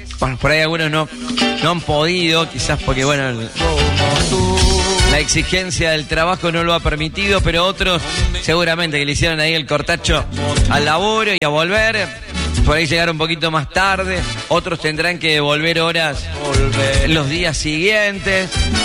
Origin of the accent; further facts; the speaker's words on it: Argentina; para nosotros, para los argentinos.